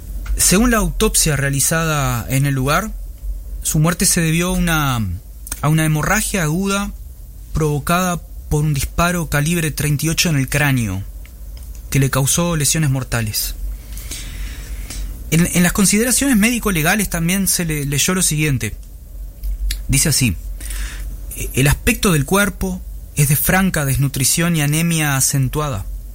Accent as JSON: {"language": "Spanish", "region": "Rivera", "country": "Uruguay", "tie": "born or raised there", "said": "es el barrio en que nací y me crié"}